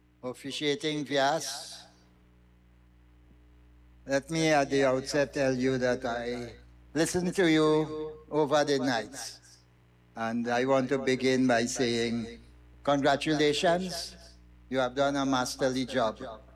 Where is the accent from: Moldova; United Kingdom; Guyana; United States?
Guyana; born there; moved away; I was born in Waterloo Road, Aruka. So I have a number of relatives here.